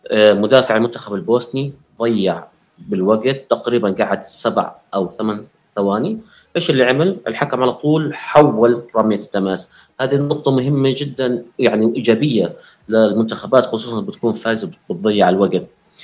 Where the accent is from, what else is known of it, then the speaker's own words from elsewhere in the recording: Jordan; عندنا بالأردن